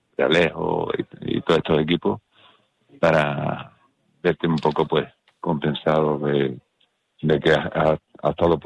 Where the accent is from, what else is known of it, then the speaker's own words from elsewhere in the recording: Canary Islands, Spain; como canario te sientes un montón, pues, orgulloso.